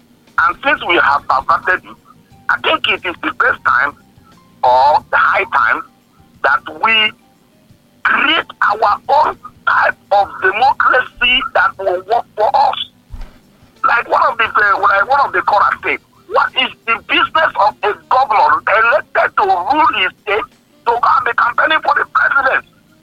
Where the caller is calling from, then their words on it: Nigeria; I'm calling from Sharejia.